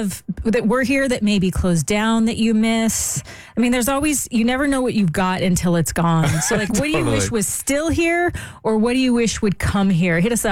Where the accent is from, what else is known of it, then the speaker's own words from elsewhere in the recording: West Coast, United States; now in Atlanta area, United States; So anyway, I grew up with Jack in the Box on the West Coast.